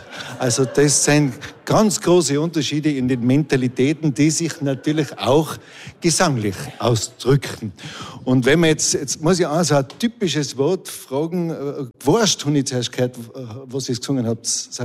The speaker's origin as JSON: {"language": "German", "region": "Tyrol", "country": "Austria", "said": "Also ich komme aus dem Oberland, ich habe auch eine ganz andere Sprache wie die."}